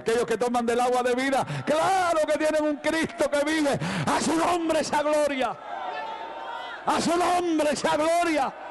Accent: Lebanon; moved away; yo hace 40 años que tomé de esa agua. Cuando vine del Líbano para acá buscando un montón de cosas.

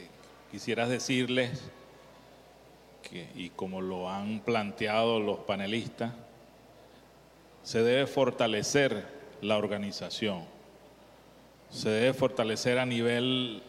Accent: Venezuela; Se los digo como venezolano, que también somos productores de cacao

